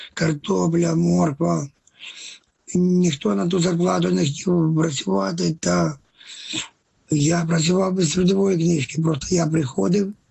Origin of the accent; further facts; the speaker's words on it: Kyiv, Ukraine; moved away as an adult; Київ район Серцев.